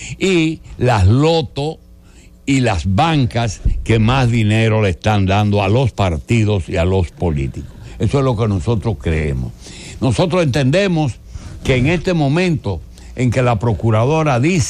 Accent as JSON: {"language": "Spanish", "country": "Dominican Republic", "said": "¿qué es lo que está pasando en mi país?"}